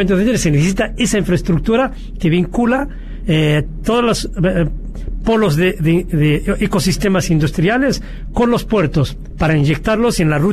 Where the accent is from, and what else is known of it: Morocco